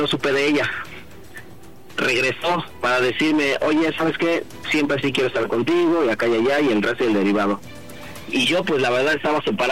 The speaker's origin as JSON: {"language": "Spanish", "region": "Mexico City", "country": "Mexico", "said": "De la Ciudad de México, tengo 36 años."}